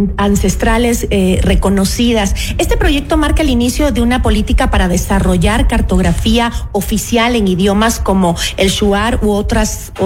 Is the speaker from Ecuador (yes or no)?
yes; Ecuador